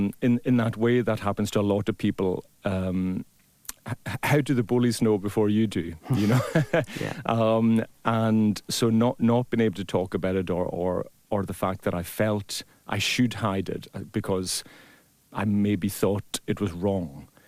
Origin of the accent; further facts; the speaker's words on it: Scotland, United Kingdom; I am very proudly, Scottish as well, maybe Hebridean first.